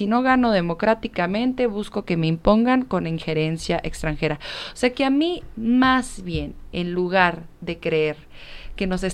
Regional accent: Mexico; Porque yo soy mexicana, porque quiero servirle al pueblo de México

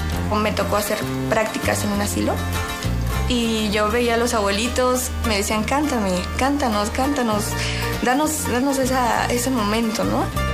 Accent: Zacatepec, Morelos, Mexico; tengo 21 años y vengo de Zacatepec, Morelo

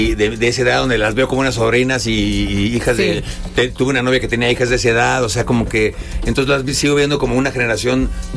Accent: Querétaro, Mexico; Yo soy de Querétaro.

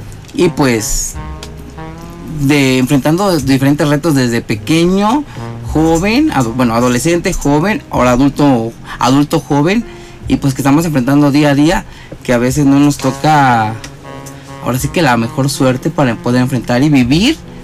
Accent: San Cristóbal de las Casas, Chiapas, Mexico; San Cristobalense, 100%, de familias coletas, conservadoras, tradicionalistas.

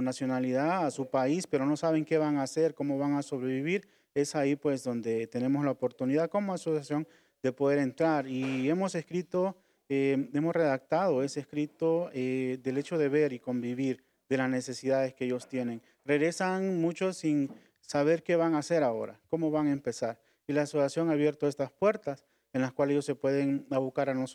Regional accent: Honduras; muchos hondureños, católicos, cristianos de la denominación que podamos ser, en nuestras familias hay migrantes

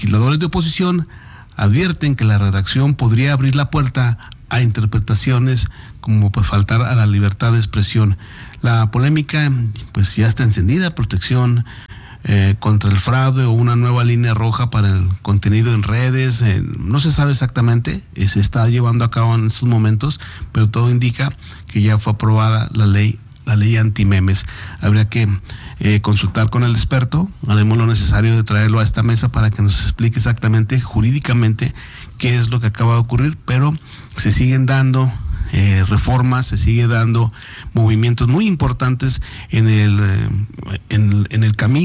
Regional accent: Mexico; nosotros como mexicanos

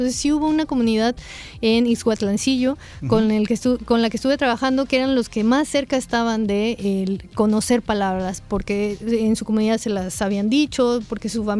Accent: Orizaba, Veracruz, Mexico; ahí de donde yo soy, de la zona de Orizaba, no específicamente en Río Blanco, sino ahí en Orizaba, Veracruz

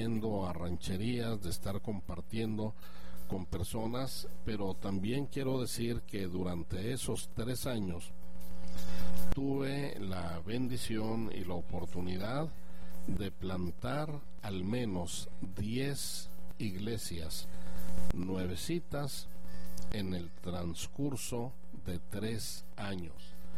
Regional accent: Chihuahua, Mexico; Comencé evangelizando en mi ciudad natal, que es Chihuahua

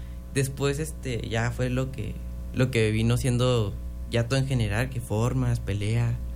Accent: Meoqui, Chihuahua, Mexico; Sí, criado en Mioqui

